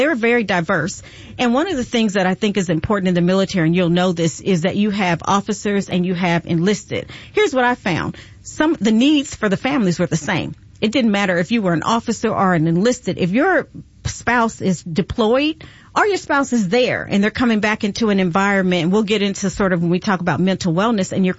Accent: Midwest, United States; I grew up in the Midwest.

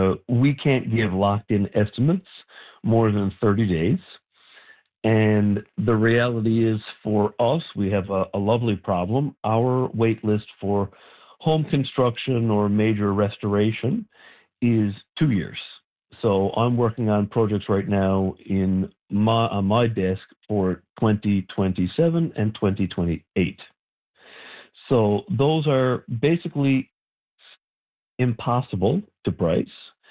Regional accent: Newfoundland and Labrador, Canada; rural Newfoundland. We're proud of being Canadian, being Newfoundlanders.

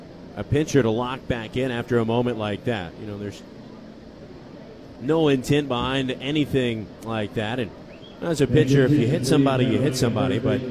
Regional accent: Kansas City, Missouri, United States; I grew up in Kansas City

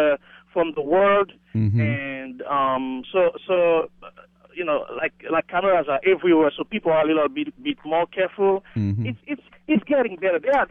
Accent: Haiti; now in United States; I'm from Haiti.

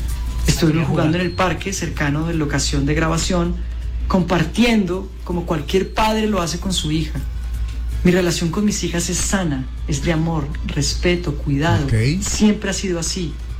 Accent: Colombia; Soy actor colombiano

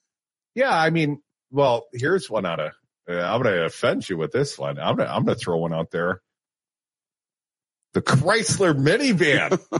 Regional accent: Madison, Wisconsin, United States; That was unobtainable as a broke kid growing up in Madison, Wisconsin.

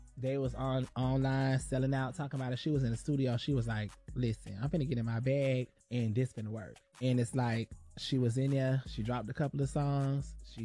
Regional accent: Florida, United States; born or raised there

